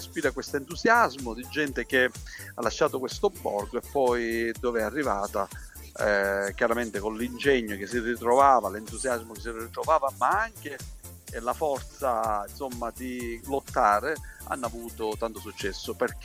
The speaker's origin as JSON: {"language": "Italian", "town": "Bisacquino", "region": "Sicily", "country": "Italy"}